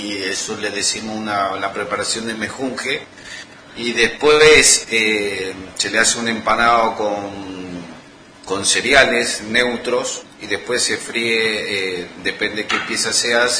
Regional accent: San Rafael, Mendoza, Argentina; born there; also born or lived in South Korea; acá de San Rafael, de nuestra cordillera, de la parte de Malargüe, que yo amo, chivateo mucho, como digo yo, chivateo mucho por Malargüe.

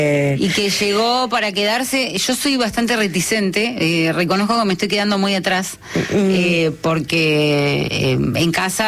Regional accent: Patagonia, Argentina; A los que somos patagónicos siempre nos pasó eso de... A mí me pasaba, me acuerdo cuando me vine a estudiar, que pero ¿de dónde sos? ¿Dónde queda eso?

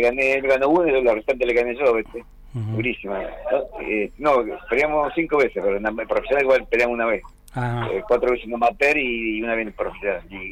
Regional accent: Río Gallegos, Santa Cruz, Argentina; born there; also born or lived in Gobernador Gregores; yo soy nacido en Río Gallegos y yo me inicié en Gobernador Gregores. con mi madre vivía allá, vivimos allá en Gregorio en el año 84

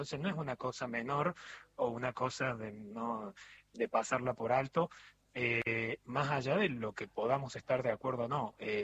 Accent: Córdoba, Argentina; now in Italy; Soy cordobés y no sé si se siente

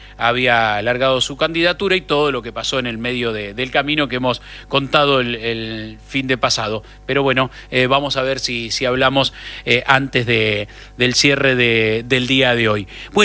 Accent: Rosario, Santa Fe, Argentina; No, no, yo soy rosarino, no soy, soy santafesino en provincia.

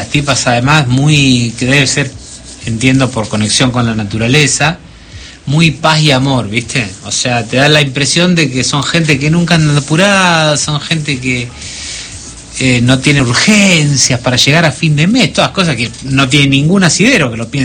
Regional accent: Argentina; como nos vamos la mayoría de los argentinos

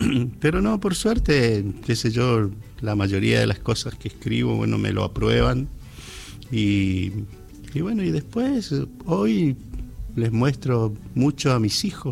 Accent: La Cruz, Corrientes, Argentina; moved away; Yo me crié en La Cruz, un pueblo que está a 100 kilómetros al norte de Paso de los Libres. Un pueblo de raíz jesuítica que yo amo profundamente, porque allí viví una infancia y adolescencia felicísima

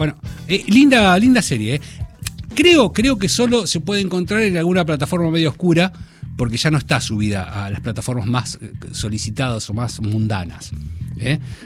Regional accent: Bahía Blanca, Buenos Aires Province, Argentina; moved away; Van a ir ahí a mi ciudad natal, a mi terruño, a Bahía Blanca.

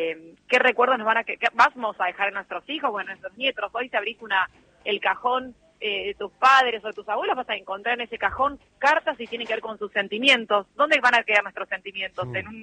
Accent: Venado Tuerto, Santa Fe, Argentina; also born or lived in El Jardín, Santa Fe; Y la estación de tren en la que yo me crié de chiquita, yo nací en Venado Tuerto, en la provincia

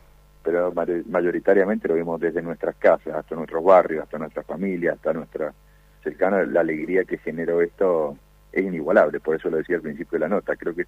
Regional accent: Mendoza, Argentina; para nosotros, como mendocinos en el deporte

